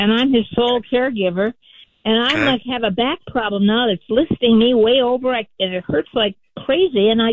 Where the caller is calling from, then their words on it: Burbank, California, United States; I'm from Burbank, right?